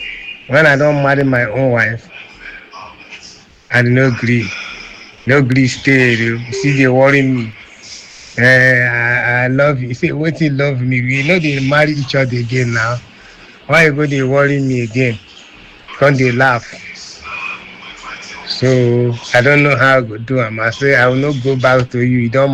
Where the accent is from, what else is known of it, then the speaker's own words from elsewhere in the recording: Bayelsa, Nigeria; from Bayelsa State.